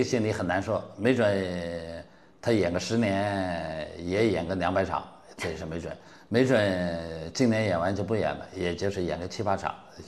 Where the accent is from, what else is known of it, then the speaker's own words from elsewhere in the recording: Nanjing, Jiangsu, China; 又作为一个南京人，非常有意义的。南京是，这是全国第一个小剧场戏剧节